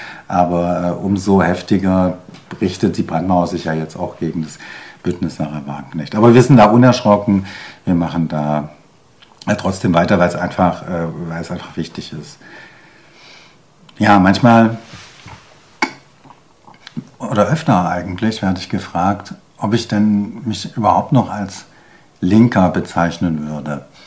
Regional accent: Tübingen, Baden-Württemberg, Germany; moved away; Ich komme ursprünglich aus Tübingen.

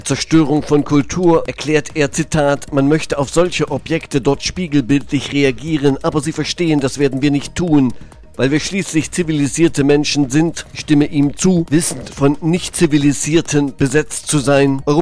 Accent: Thuringia, Germany; Ich komme ja aus Thüringen.

